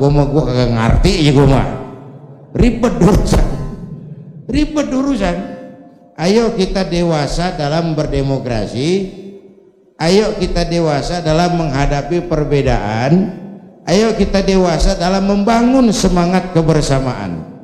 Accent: Indonesia; born there; Saya ini bersyukur lahir di Indonesia. Saya ini bangga jadi anak Indonesia.

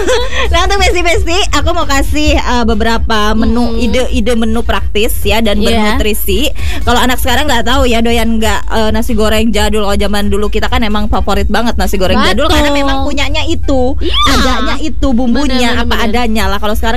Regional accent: West Java, Indonesia; Terus kalau aku orang Sunda kan memang suka perkencuran ya.

